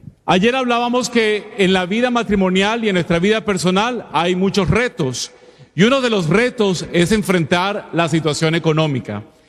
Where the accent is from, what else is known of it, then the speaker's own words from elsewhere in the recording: Mexico; de donde soy yo, de México, pues la capital de las telenovelas